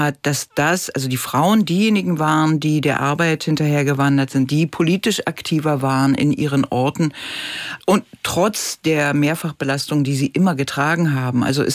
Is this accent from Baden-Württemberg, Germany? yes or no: no; Berlin, Germany; Ich komme ja aus dem Prenzlauer Berg, bin dort groß geworden.